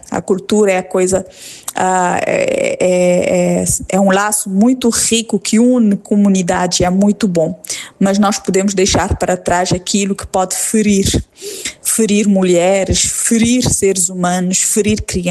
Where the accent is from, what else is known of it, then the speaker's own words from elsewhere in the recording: Cape Verde; nós somos cabo-verdianos, estamos acostumados ao cristianismo